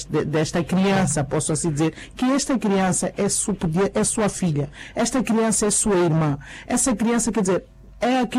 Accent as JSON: {"language": "Portuguese", "town": "Xidenguele", "region": "Gaza", "country": "Mozambique", "tie": "born there", "said": "Por acaso, Xidenguele é onde eu nasci"}